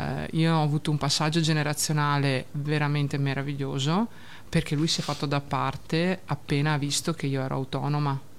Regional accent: Verona, Veneto, Italy; Veneta Doc.

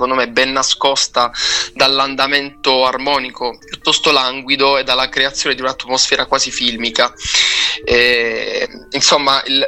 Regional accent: San Michele, Apulia, Italy; L'associazione di San Michele, il mio paese, ho iniziato il mio percorso musicale lì e poi ho continuato insomma in conservatorio

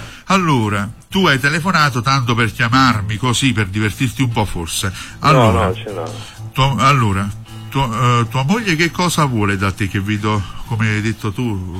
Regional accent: Torre del Greco, Campania, Italy; sono di Torre del Greco

